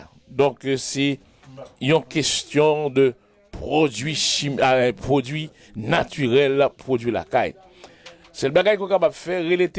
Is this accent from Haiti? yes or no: yes; Haiti; Moi-même, je suis humain, je suis un haïtien, je suis un père de famille, je suis un grand-père.